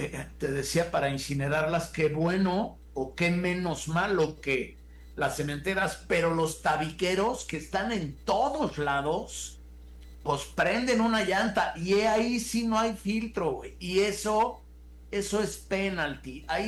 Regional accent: Mexico

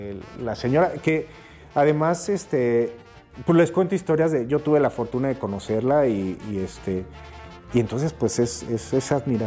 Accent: Mexico; la admiración por uno mismo como mexicano

